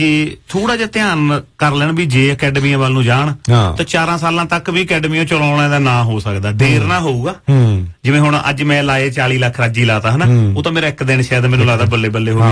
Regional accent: Dhudike, Punjab, India; ਮੈਂ ਜਲੰਧਰ ਵੀ ਨਹੀਂ ਮੇਰਾ ਪਿੰਡ ਢੁੱਡੀ ਕੇ ਆ ਜੇ ਮੈਂ ਮੇਰੀ ਤਮੰਨਾ ਪੰਜਾਬ ਨੂੰ ਵਧੀਆ ਬਣਾਉਣ ਦੀ ਮੈਂ ਆਪਦੇ ਢੁੱਡੀ ਕੇ ਨੂੰ ਸੰਭਾਲ ਲਾ

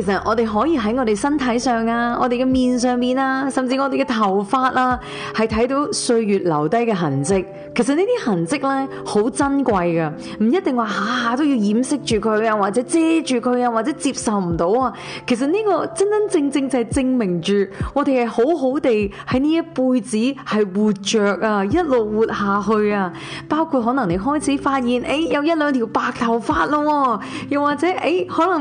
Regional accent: Canada; 特别是在我们加拿大现在对于 age well 即老年化智慧养老怎样样一路发展下去

